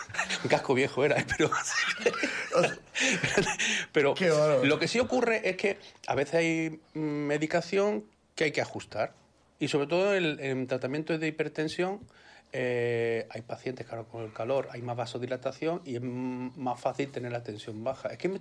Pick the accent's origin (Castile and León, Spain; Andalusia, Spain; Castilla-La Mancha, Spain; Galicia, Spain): Andalusia, Spain; Córdoba; now in Málaga, Spain; yo soy de Córdoba, yo soy de interior, entonces a la hora de apreciar el calor y la humedad es distinta. Llevo ya muchos años en Málaga